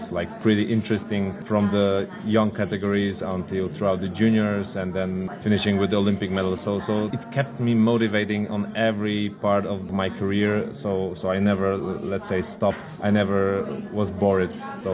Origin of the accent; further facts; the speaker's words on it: Zakopane, Lesser Poland, Poland; I grew up in Zakopane, so a big winter sport city in Poland, and skis.